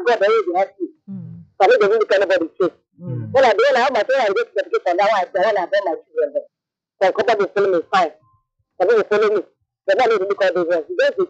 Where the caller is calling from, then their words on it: Nairobi, Kenya; I'm from Nairobi.